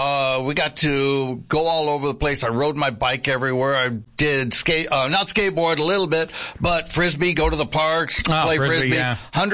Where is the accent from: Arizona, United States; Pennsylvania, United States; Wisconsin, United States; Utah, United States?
Arizona, United States; Yuma; I'm born and raised right here in Yuma, Arizona.